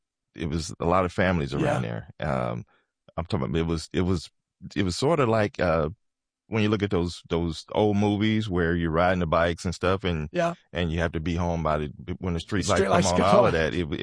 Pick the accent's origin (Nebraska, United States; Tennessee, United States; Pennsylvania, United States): Tennessee, United States; Munford; moved away as an adult; now in Chattanooga, United States; I grew up in Munford, Tennessee. And that's where the majority of my family is there.